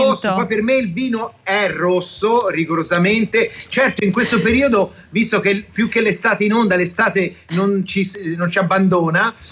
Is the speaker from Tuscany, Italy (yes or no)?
yes; Pistoia, Tuscany, Italy; also born or lived in Mesagne / Milan; now in Rome, Italy; perché fino agli anni del liceo ho vissuto a Pistoia, ma sono nato a Mesagne in Puglia, quindi anche un po' in pugliese. Mi sono laureato a Milano